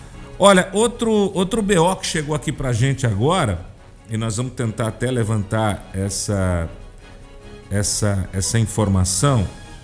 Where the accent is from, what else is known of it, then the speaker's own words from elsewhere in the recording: Bariri, São Paulo, Brazil; eu sou de Bariri, tá? Eu tenho residência aqui em Jaú. Eu trabalho em Jaú. Moro em Bariri